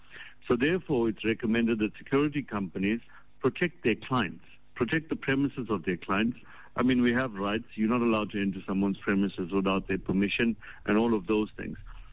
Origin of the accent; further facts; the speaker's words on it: South Africa; We are all South African citizens who live in this country.